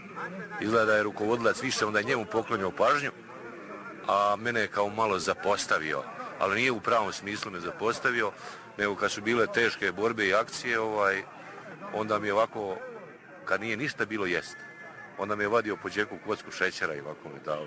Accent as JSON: {"language": "Serbian", "town": "Razboj", "region": "Republika Srpska", "country": "Bosnia & Herzegovina", "said": "Iz Razbe, Lijevič polja."}